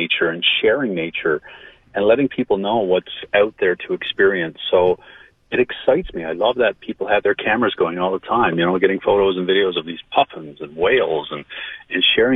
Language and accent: English; Newfoundland and Labrador, Canada; When we talk about, especially as a Newfoundlander and Labradorian and being exposed to the coast so much, to be out there immersed in that marine life was inspirational to me